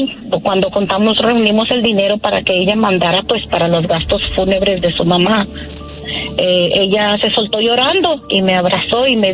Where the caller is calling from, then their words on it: Oklahoma, United States; Desde Oklahoma